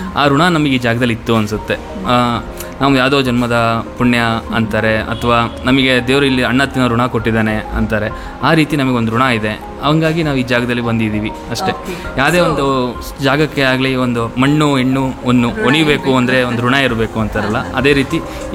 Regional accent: Bidare, Karnataka, India; born there; now in Shivamogga, India; ನಂದು ಬಂದ್ಬಿಟ್ಟು ಬಿದರೆ, ಸ್ವಂತ ಊರು ಬಿದರೆ. ಅಪ್ಪ ಅಮ್ಮ ಅಜ್ಜ ಅಜ್ಜಿ ಮೂಲತಃ ನಾವು ಬಿದರೇನೆ, ಓದಿದ್ದು ಎಲ್ಲ ನಾನು ಶಿವಮೊಗ್ಗದಲ್ಲೇ.

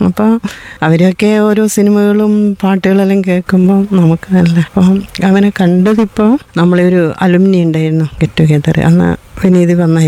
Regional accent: Punnad, Kerala, India; ഞങ്ങള് രണ്ടുപേരും പുന്നാടാണ്.

